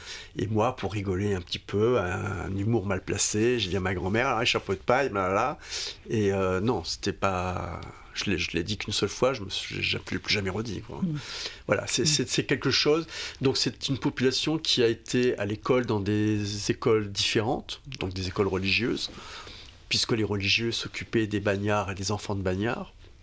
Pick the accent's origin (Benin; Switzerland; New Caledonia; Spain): New Caledonia; Nouméa; born there; Alors moi, je suis né à Nouméa, hein, en ville.